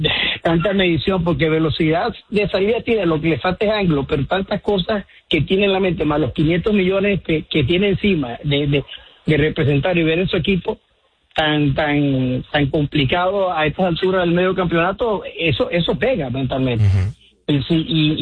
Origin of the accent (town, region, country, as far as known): Venezuela